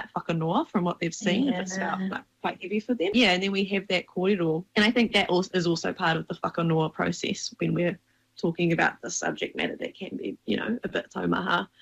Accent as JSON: {"language": "English", "town": "Pahiatua", "region": "Manawatū-Whanganui", "country": "New Zealand", "tie": "born or raised there", "said": "So I grew up in Pahiatoa, which is a small town like 30 minutes from Palmy."}